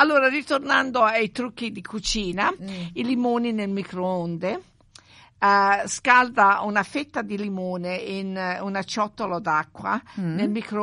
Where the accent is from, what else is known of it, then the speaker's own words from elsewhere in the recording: Milan, Lombardy, Italy; Io che sono milanese.